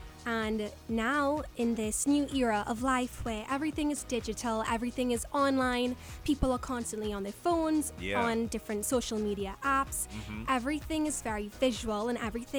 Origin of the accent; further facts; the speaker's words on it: Trinidad & Tobago; I'm pop, but I'm from Trinidad.